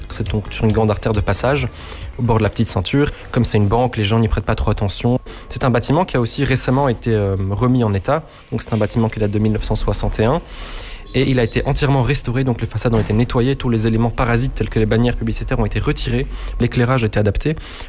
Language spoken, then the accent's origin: French; Kraków, Lesser Poland, Poland; now in Brussels, Belgium; Moi, je suis originaire de Cracovie. J'habitais non loin de l'Hôtel Forum.